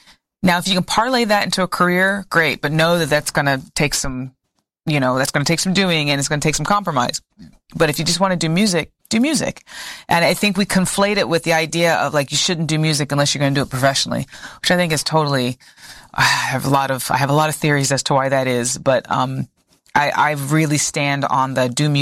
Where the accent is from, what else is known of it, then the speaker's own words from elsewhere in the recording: North Carolina, United States; I'm from North Carolina. I was born and raised there.